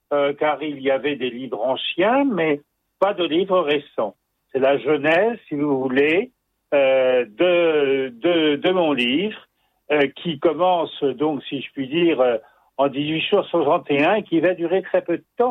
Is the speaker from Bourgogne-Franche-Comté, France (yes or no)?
no; Brittany, France; je suis breton